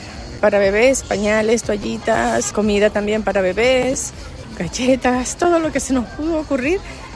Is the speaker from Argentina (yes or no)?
no; Venezuela; moved away; Tengo 7 años aquí, soy venezolana.